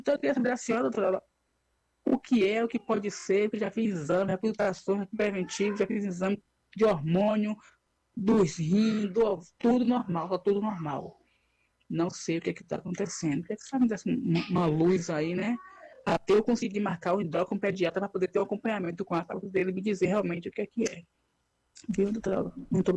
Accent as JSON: {"language": "Portuguese", "town": "São Félix", "region": "Bahia", "country": "Brazil", "said": "Eu sou uma moradora aqui, eu sou de São Félix, sabe?"}